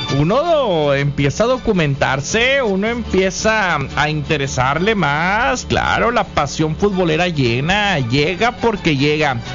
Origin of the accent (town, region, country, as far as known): Mexico